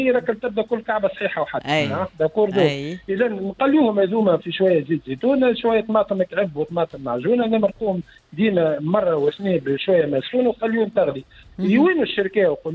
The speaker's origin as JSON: {"language": "Arabic", "country": "Tunisia", "said": "وانا تونسي"}